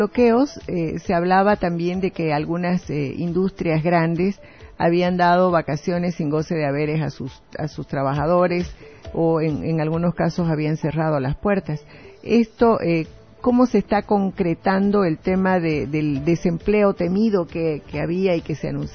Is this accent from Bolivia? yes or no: yes; Bolivia